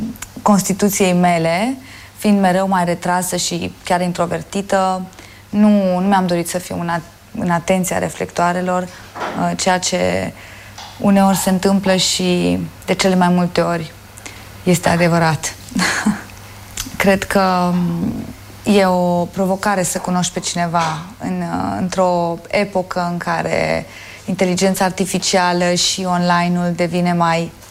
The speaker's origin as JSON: {"language": "Romanian", "town": "Oradea", "region": "Bihor County", "country": "Romania", "tie": "born or raised there", "said": "Nu am cum să uit. Oradea a fost locul în care mi-am conturat propriile amintiri și, de fapt, istoria mea ca personalitate și ceea ce fac astăzi este adânc î"}